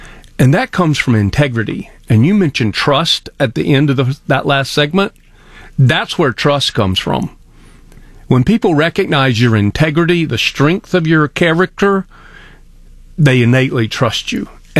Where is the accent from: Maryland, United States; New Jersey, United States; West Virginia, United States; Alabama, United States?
Alabama, United States; And I'm from Lower Alabama.